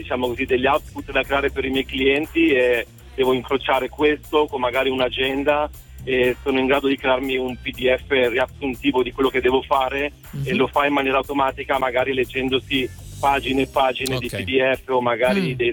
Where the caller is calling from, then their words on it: Novara, Piedmont, Italy; Io chiamo da Novara, adesso sono in viaggio, sono in auto.